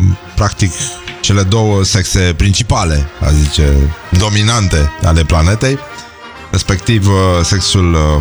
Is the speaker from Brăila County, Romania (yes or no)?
yes; Brăila, Brăila County, Romania; N-am mai auzit de când eram mic din Brăila.